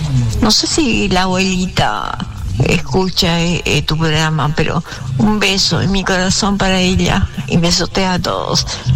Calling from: Itatí, Corrientes, Argentina; te hablo de Itatí Corrientes.

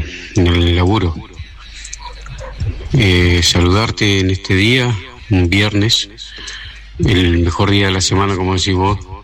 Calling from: Esquel, Chubut, Argentina; Te escucho desde acá, desde Esquel, provincia del Chubut

